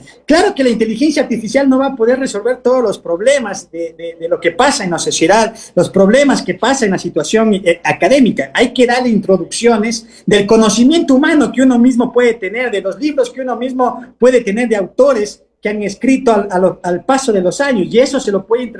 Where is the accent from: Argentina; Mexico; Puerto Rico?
Argentina; quienes somos argentinos, ahí venían los argentinos, no sacamos esa nota jamás, dicen.